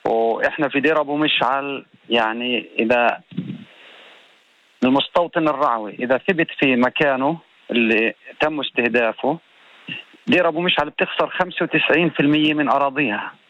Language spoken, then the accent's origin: Arabic; West Bank, Palestine; now in Deir Abu Mash'al, Palestine; إحنا كشعب فلسطيني